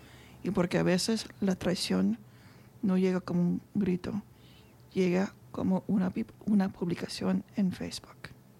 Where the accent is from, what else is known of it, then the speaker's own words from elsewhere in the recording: Bolivia; moved away as an adult; now in Australia; Yo soy boliviana y llegué a Australia buscando empezar de nuevo, estudiar inglés y armarme una vida tranquila.